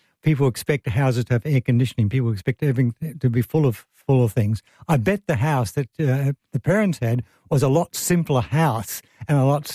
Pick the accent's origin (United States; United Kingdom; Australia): Australia; Ipswich, Queensland; Now, I was brought up in Ipswich